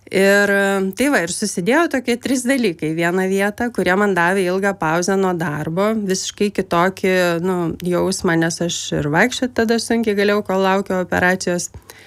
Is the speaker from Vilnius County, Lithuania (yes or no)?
yes; Vilnius, Vilnius County, Lithuania; Tikrai aš užaugau Aklųjų rajone Vilniuje